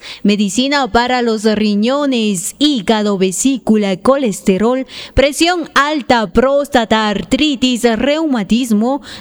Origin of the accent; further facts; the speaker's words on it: Ecuador; nos recuerda que somos ecuatorianos